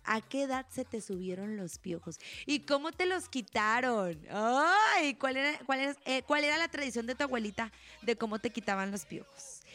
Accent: Monterrey, Nuevo León, Mexico; porque somos regios

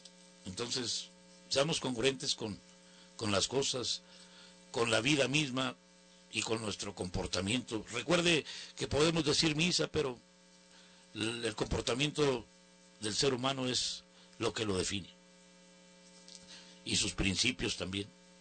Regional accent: Mexico; Nosotros somos mexicanos.

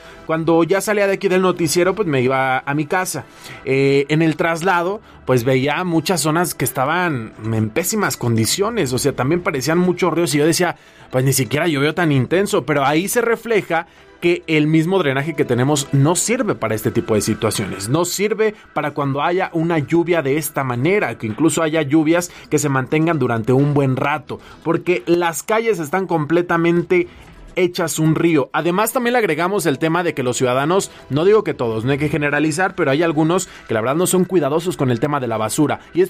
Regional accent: Mexico

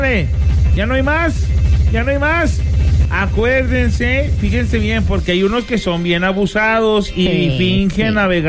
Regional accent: Sinaloa, Mexico; no te esponjes porque soy de Sinaloa.

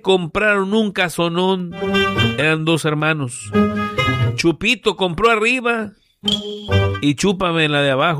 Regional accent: Colima, Mexico; Yo soy de aquí de Colima

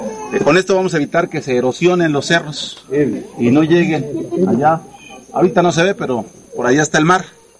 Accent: Chiapas, Mexico; diríamos los chapanecos

